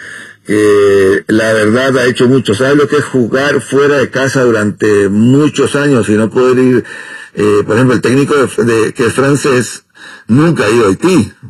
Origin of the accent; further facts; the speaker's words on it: Mexico; somos centroamericanos, somos mexicanos, y somos de esta zona del mundo.